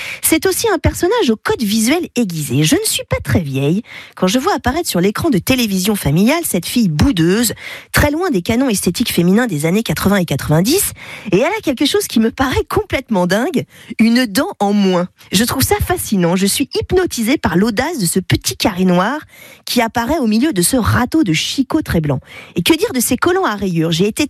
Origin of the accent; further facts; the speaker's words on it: Mareuil-sur-Lay, Pays de la Loire, France; also born or lived in Nantes; Je suis née à Nantes, mais j'ai très vite déménagé à Mareuil-sur-Lay. Et 20 ans de vie à Mareuil-sur-Lay, autant vous dire que ça marque.